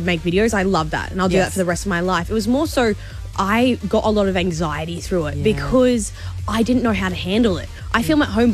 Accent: Australia; She lived an hour away from me.

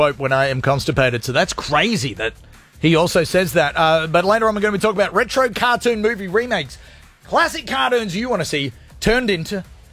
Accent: Gold Coast, Queensland, Australia; I'm from the Gold Coast, so I can say that joke.

